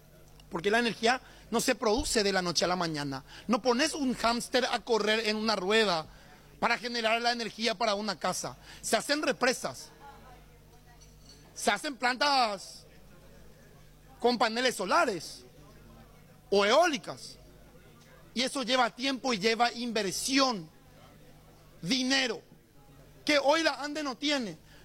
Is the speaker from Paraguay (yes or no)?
yes; Paraguay